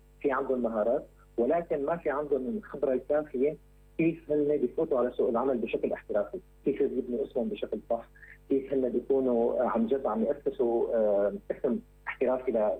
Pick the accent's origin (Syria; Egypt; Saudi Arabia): Syria; now in Dubai, United Arab Emirates; انا ما في سوريا ولكن كوني انا سوري كبلدي هي اولى فيي دائما